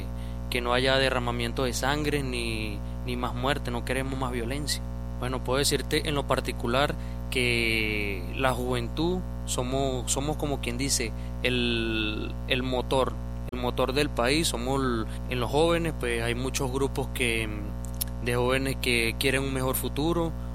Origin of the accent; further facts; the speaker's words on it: Venezuela; tengo 25 años, soy de Venezuela.